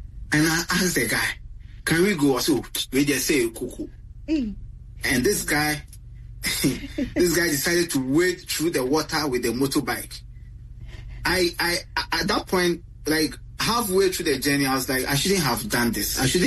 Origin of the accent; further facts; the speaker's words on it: Ghana; Because there are some situations that you be in as a Ghanaian that you have no other way out than to take the motorbike.